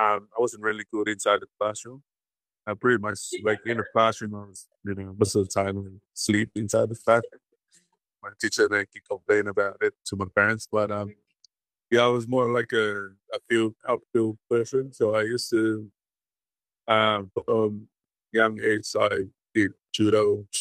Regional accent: Tonga; also born or lived in Samoa / New Zealand / Hawaii / Japan; I was born in Tonga, 1983. And yeah, I grew up here in Tonga, but sort of moving around the island. We moved to Samoa, back to Tonga, and then New Zealand, Hawaii, and then Japan.

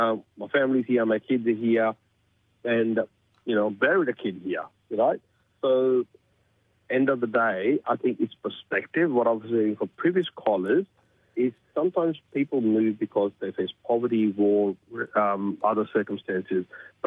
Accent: Australia; born there; As an Australian born in Australia, you don't take a pledge.

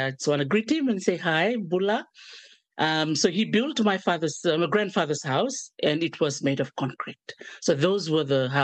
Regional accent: Suva, Central Division, Fiji; And even though I was born and raised in Suva, my parents always take us to the island, you know, at the end of the year during the school holidays to visit my grandfather

